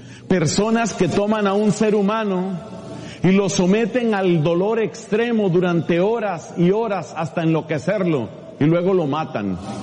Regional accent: Colombia; moved away; yo soy colombiano.

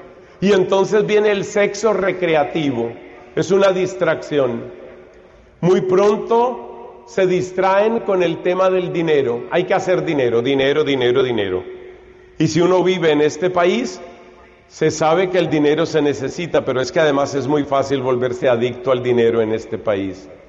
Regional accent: Colombia; Hemos tenido en mi país, Colombia

